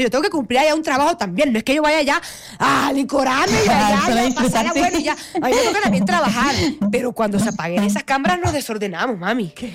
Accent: Barranquilla, Atlántico, Colombia; de barranquillera a barranquillera.

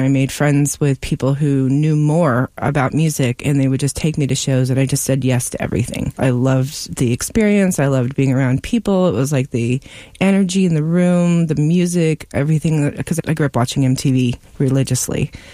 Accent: Des Moines, Washington, United States; now in Seattle, United States; I grew up in Des Moines, which is not that far away

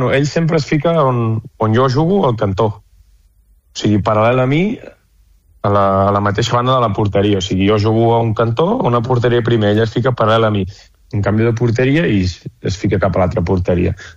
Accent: Vic, Catalonia, Spain; jo soc de Vic

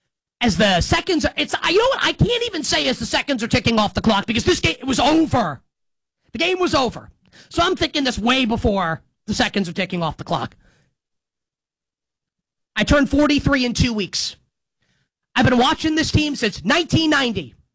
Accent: New York, United States; And I don't want to turn this in just all New York, but I'm from New York, right?

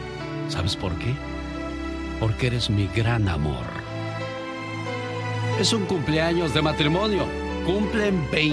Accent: Mexico; nosotros como buenos mexicanos vamos a aguantar a base de nuestro trabajo y esfuerzo.

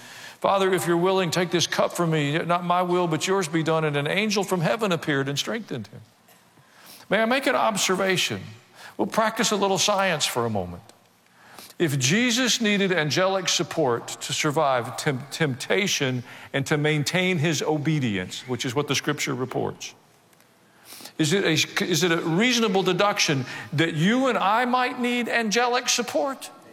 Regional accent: the South, United States; But I was raised in the South, and I was afraid if I said to her what I thought that my mother would materialize and I would be in trouble.

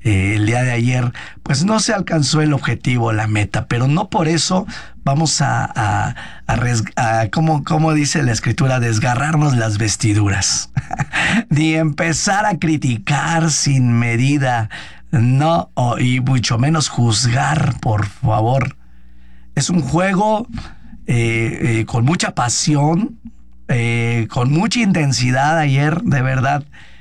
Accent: Mexico; ver que en realidad somos el pueblo mexicano, somos capaces y somos determinados

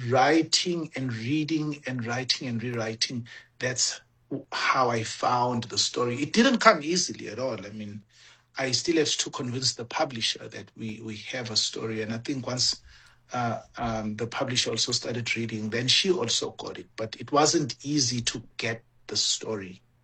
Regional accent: Mpumalanga, South Africa; how and when it started as a teenage boy growing up in Mpumalanga and reading everything that I could read.

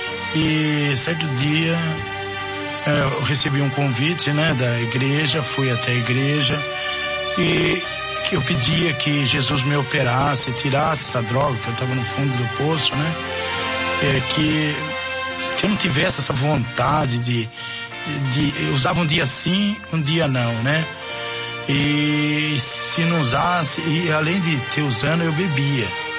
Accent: Itatiba, São Paulo, Brazil; sou de Itatiba, o bairro Santa Cruz, Alameda, Dom Pe

